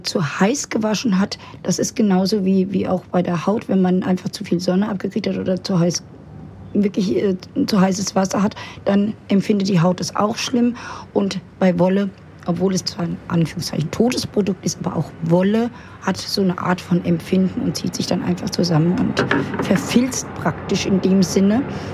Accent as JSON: {"language": "German", "town": "Flörsheim am Main", "region": "Hesse", "country": "Germany", "tie": "born or raised there", "said": "Also ich bin in Flörsheim aufgewachsen"}